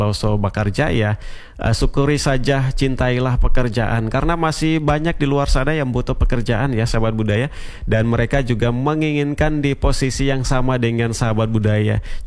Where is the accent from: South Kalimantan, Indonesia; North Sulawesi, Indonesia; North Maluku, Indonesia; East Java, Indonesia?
North Maluku, Indonesia; Sebagai orang Maluku Utara